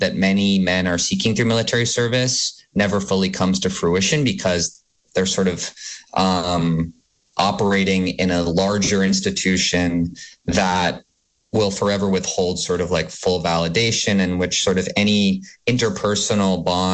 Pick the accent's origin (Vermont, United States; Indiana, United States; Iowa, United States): Vermont, United States; moved away as an adult; now in New York, United States; my girlfriend and I found a house in Barnet, just a few miles from where I grew up in the Northeast Kingdom. And so once she finishes graduate school, I will be moving back full time and hopefully finding some role in Vermont